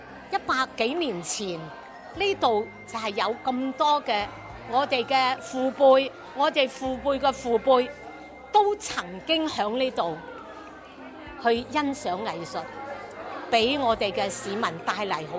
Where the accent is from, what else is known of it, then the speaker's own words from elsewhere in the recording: Guangzhou, Guangdong, China; 因為海珠大戲院咧，亦都係我哋廣州人、我哋廣東人即係睇大戲嘅一個好重要嘅地方。